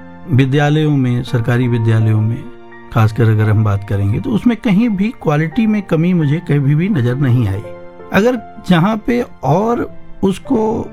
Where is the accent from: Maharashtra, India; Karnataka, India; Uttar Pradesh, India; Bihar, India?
Uttar Pradesh, India; Bhitari; मैं चित्रकूट में मऊ कस्बा है उसके पास भिटारी गांव का रहने वाला हूँ।